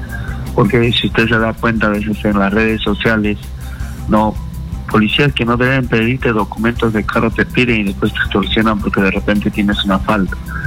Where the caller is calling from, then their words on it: Lima, Peru; Sí, acá de San Juan del Rigacho.